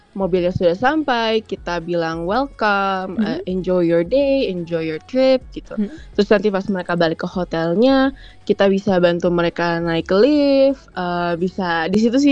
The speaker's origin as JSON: {"language": "Indonesian", "country": "Indonesia", "moved": "as an adult", "lives_now": "Mexico City, Mexico", "said": "aku tinggal di Meksiko City tapi aku bukan orang Meksiko. Mereka, hah dari mana? Dari Indonesia."}